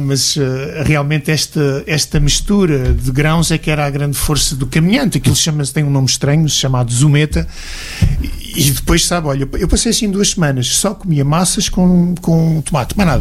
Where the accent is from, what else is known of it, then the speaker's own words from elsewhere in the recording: Portugal; Ana Portugali, sou árabe, sou português.